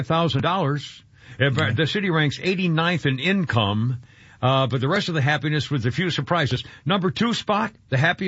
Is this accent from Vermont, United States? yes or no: yes; Rutland, Vermont, United States; born there; Well, I was born in Rutland. Didn't live there. Lived there for a month or two.